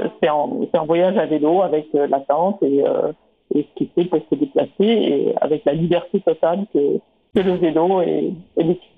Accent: Quebec, Canada; moved away; moi j'ai grandi au Québec.

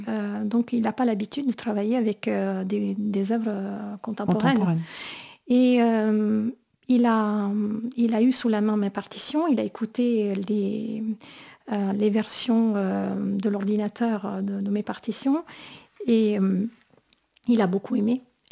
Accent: Bari, Apulia, Italy; moved away; je suis de Bari.

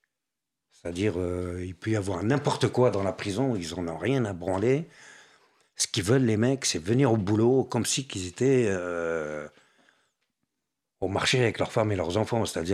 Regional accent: France; Deuxième division, mais monsieur, vous êtes tunisien? Je dis non, je suis français.

